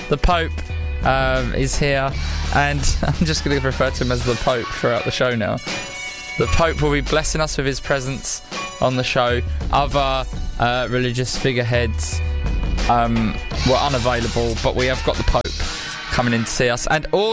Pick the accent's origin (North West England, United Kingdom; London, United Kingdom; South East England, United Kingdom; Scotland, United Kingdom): London, United Kingdom; Bexleyheath; Like, for example, I'm from Bexleyheath. It's got a pub called The Wrong'un, which stays open till 1 a.m. and that's a cricketing term, apparently. Who knew? And when I grew up there, it had a Super Bowl